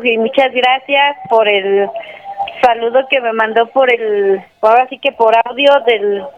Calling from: Aculco, State of Mexico, Mexico; nosotros somos de un pueblito de ahí. O sea, estamos entre Querétaro. Ajá. Y el pueblito se dice El Azafrán, Aculco, México.

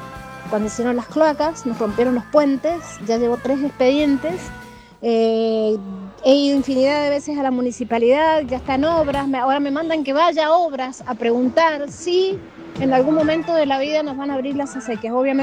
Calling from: Rodeo de la Cruz, Mendoza, Argentina; Acá del Pidio González, en Rodeo de la Cruz, a metros de El Pidio y Arturo.

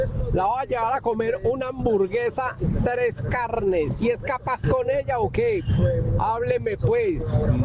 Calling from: Cali, Valle del Cauca, Colombia; nosotros somos los de Cali

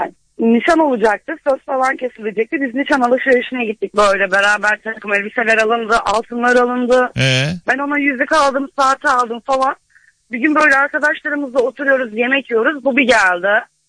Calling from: Osmaniye, Turkey; Osmaniye'den arıyorum.

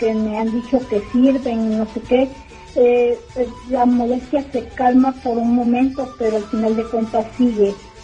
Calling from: Fort Worth, Texas, United States; Fort Worth.

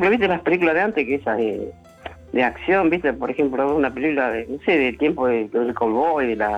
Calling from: Pilar, Buenos Aires Province, Argentina; acá de Pilar.

